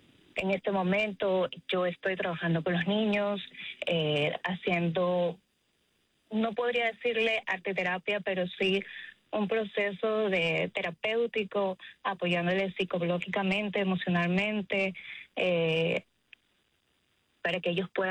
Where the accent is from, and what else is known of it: Ecuador